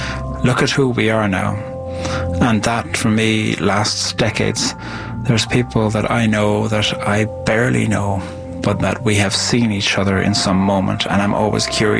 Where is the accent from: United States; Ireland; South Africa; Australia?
Ireland; I'm an Irish poet.